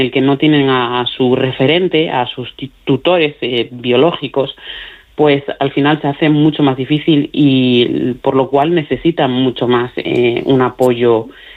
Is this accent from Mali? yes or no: yes; Mali; Spanish is a second language; moved away; hablo mejor el castellano y el gallego que mi propio dialecto. Y la suerte que tengo es que tengo una pareja maravillosa que también es de Mali y estamos volviendo a retomar el dialecto.